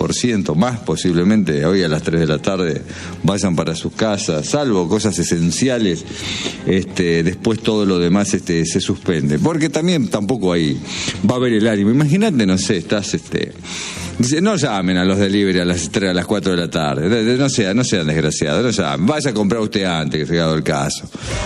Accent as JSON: {"language": "Spanish", "country": "Argentina", "said": "porque así lo decretamos y porque somos argentinos."}